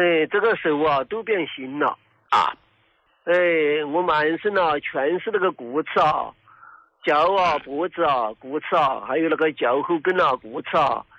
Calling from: Sichuan, China; 胡老师，我是四川的一个听众。

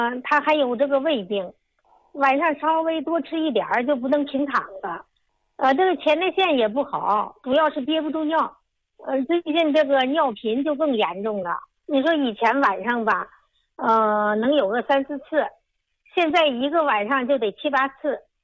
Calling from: Nanjing, Jiangsu, China; 我们是在南京的啊。

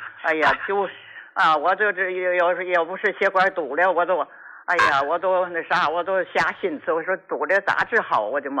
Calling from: Qinhuangdao, Hebei, China; 哎，你好，我是秦皇岛的。

